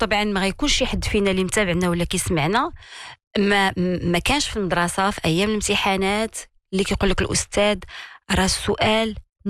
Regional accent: Morocco; حنا كمغاربه

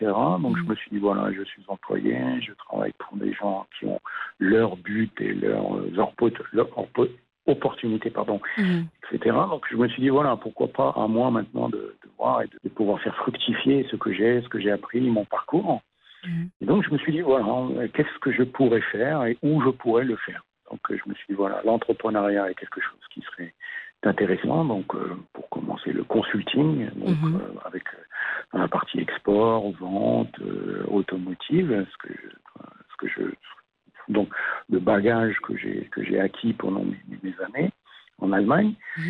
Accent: France; born there; moved away as an adult; also born or lived in Germany; je suis né en France

